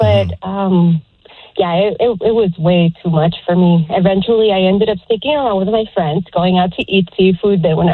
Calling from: Redlands, California, United States; I'm calling from Redlands.

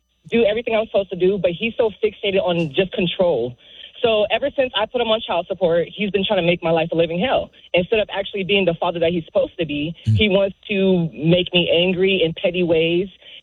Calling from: Los Angeles, California, United States; I'm calling from Los Angeles, Eastside.

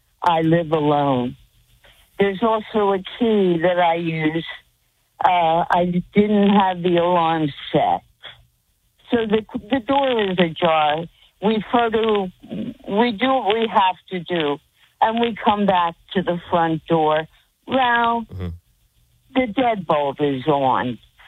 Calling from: New Jersey, United States; I'm calling from South Jersey

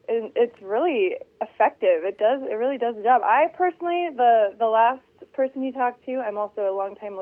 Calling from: Talent, Oregon, United States; Talent, near Ashland.

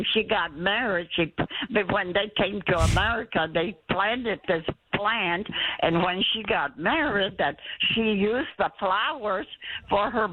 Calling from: Victoria, Texas, United States

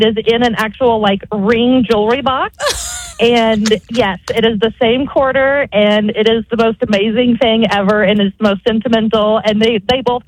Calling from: Norman, Oklahoma, United States; from Norman.

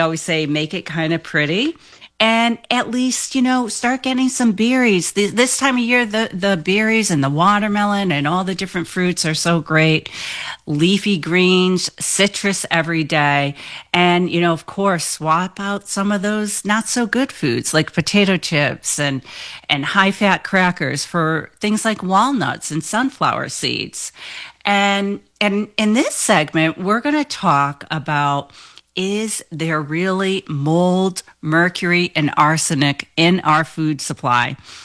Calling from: East Providence, Rhode Island, United States; from East Providence.

